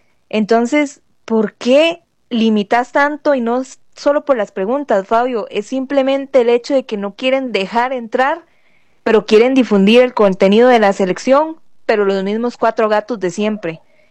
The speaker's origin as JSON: {"language": "Spanish", "country": "Costa Rica", "said": "como buenos ticos y futboleros que somos"}